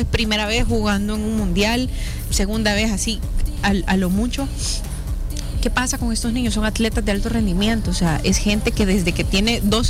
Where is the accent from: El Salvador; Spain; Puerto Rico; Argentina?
El Salvador; con nuestro pensamiento como salvadoreños